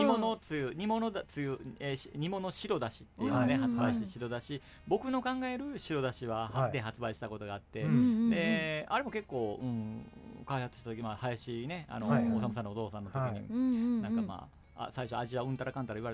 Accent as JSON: {"language": "Japanese", "region": "Kyoto", "country": "Japan", "said": "たまたま僕は京都の人間なんで、"}